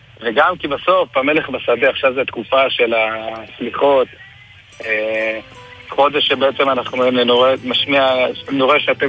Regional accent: Jerusalem, Jerusalem District, Israel; אני גדלתי ברוך השם עובדות חרדים, בארנוף, שכונת ירושלים, תשעה אחים.

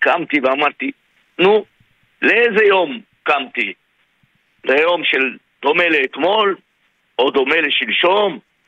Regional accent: Kiryat Shmona, Northern District, Israel; אני בן המקום, אני יליד המקום

